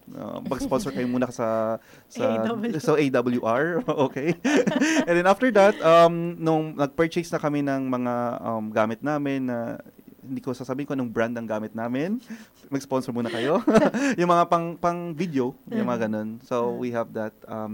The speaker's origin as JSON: {"language": "Tagalog", "town": "La Trinidad", "region": "Benguet", "country": "Philippines", "tie": "born or raised there", "also_born_or_lived": "Baguio", "said": "And I'm from Baguio. So, sige na nga, I'm from La Trinidad. I was born and raised in La Trinidad. Mm-hmm. And I have a house sa Baguio."}